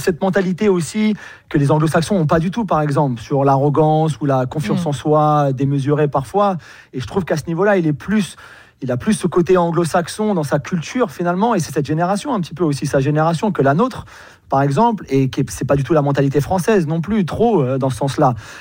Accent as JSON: {"language": "French", "town": "Paris", "region": "Île-de-France", "country": "France", "said": "après, c'est un Parisien, je suis Parisien aussi"}